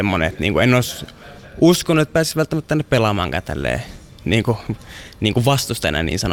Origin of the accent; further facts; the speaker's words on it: Rovaniemi, Lapland, Finland; Tämä on mun kotikaupunki kuitenkin ja just niin kuin sanoin, että täällä aloittanut silloin futiksen aikoinaan ja pelannut täällä paljon pelejä